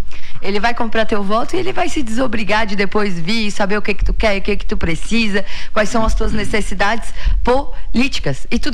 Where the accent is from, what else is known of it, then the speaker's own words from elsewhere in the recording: Tubarão, Santa Catarina, Brazil; moved away as an adult; Iniciei a minha trajetória aqui em Tubarão, nasci e cresci em Tubarão, nasci e cresci aqui, né, fui coroinha aqui na catedral, fui coroinha na passagem, fui da Legião de Maria, então conheço, né, as ruas de Tubarão